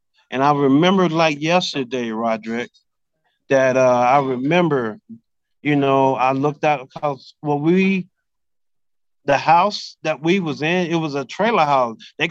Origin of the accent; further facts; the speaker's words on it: Johnstown, Mississippi, United States; To be honest, I'm from Johnstown, Mississippi, a population of 1,000 people. Johnstown is approximately an hour south of Memphis, Tennessee.